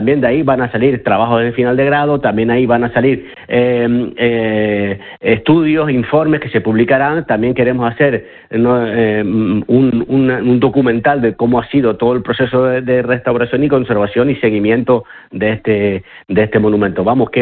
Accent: Canary Islands, Spain; yo soy de la zona, yo soy de San Miguel de Eneto

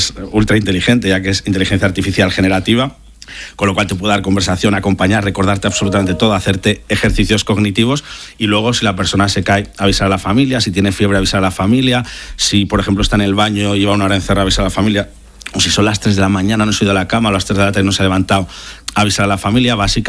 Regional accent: Zaragoza, Aragon, Spain; now in Siche, Spain; yo en la mía, en Siche, somos de Zaragoza, pero vivimos ahí

